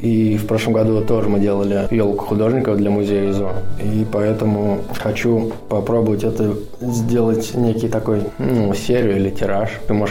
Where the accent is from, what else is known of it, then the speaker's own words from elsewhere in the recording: Oryol, Oryol Oblast, Russia; я из Орла